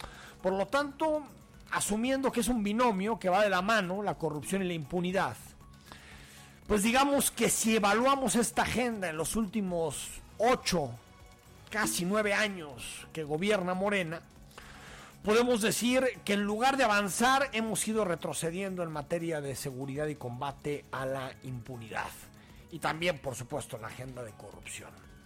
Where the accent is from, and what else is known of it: Mexico